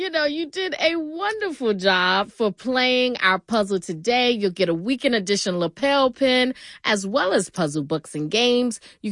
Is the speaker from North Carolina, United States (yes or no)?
yes; Durham, North Carolina, United States; And our winner is Thomas Hirschman of Durham, North Carolina, my hometown.